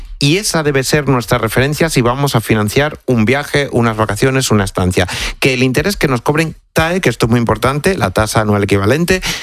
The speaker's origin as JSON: {"language": "Spanish", "region": "Extremadura", "country": "Spain", "said": "yo que además que soy extremeño, imagínate lo que me cuentan de por allí, de la que está cayendo en Cáceres y Badajoz"}